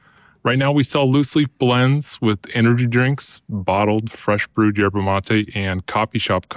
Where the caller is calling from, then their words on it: Longview, Washington, United States; I'm calling from Longview, Washington.